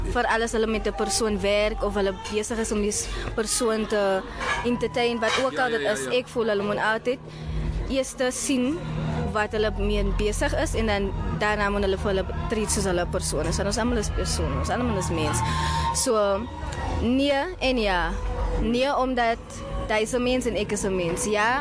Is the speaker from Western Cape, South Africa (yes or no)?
yes; Macassar, Western Cape, South Africa; Ek is van Makassa in die Kaapstad.